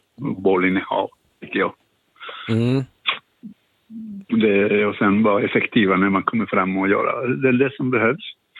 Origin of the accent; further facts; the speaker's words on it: Canary Islands, Spain; now in Kalmar, Sweden; Ja, jag är från Kanarieöarna